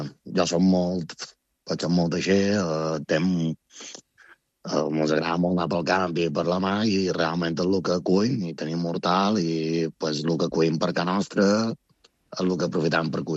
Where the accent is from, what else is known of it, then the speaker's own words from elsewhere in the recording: Balearic Islands, Spain; clar, nosaltres som de Menorca, sota ella, un poble petit... entre cometes, tots mos coneixem